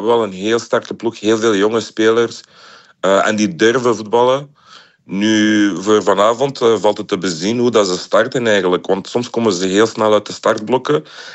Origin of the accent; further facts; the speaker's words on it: Belgium; born there; Ik ben een Belg ook, ja, ik ben hier geboren